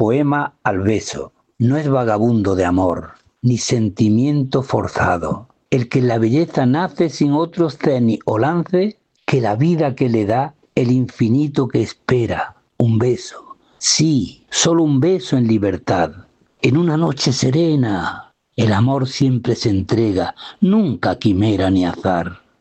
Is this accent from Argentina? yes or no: no; Alhama de Granada, Andalusia, Spain; en Alhama de Granada, en mi pueblo